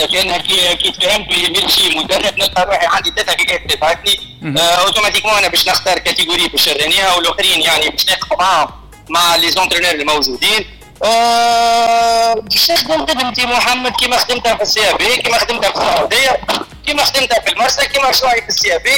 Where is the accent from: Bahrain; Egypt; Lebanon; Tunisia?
Tunisia; تونسي نتشرف لي أنا تونسي